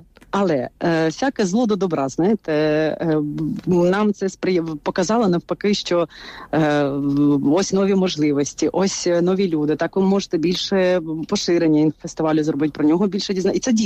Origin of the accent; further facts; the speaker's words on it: Bulgaria; коли я пишу про Україну болгарською мовою, і я болгарка